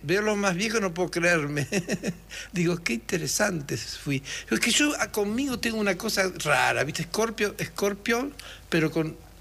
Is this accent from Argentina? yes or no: yes; Ingeniero Jacobacci, Río Negro, Argentina; also born or lived in Las Grutas, San Antonio Oeste; Yo nací en San Antonio, en Las Grutas, pero mi padre se mudó a Jacobacci, mi familia. Y allí nevaba